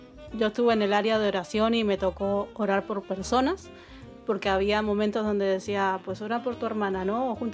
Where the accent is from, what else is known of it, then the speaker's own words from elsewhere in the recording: Argentina; now in Spain; ¿tú de dónde eres? Yo de Argentina.